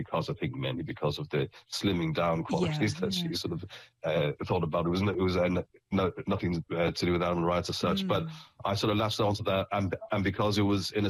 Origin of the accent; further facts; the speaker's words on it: Ireland; So obviously I was brought up in Ireland, it was very Catholic then. It's changed an awful lot since.